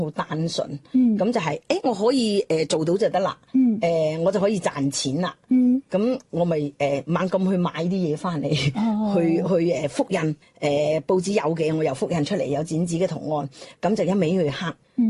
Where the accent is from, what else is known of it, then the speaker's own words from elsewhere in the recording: Guangzhou, Guangdong, China; 我哋广州人